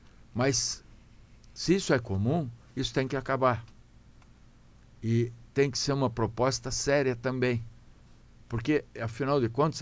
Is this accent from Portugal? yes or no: no; Brazil; Nós somos brasileiros natos, todos nós.